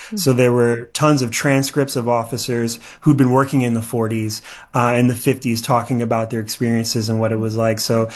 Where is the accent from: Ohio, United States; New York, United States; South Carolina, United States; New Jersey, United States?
Ohio, United States; Cleveland; And when I came to Cleveland to report on it for the Marshall Project, because that was my hometown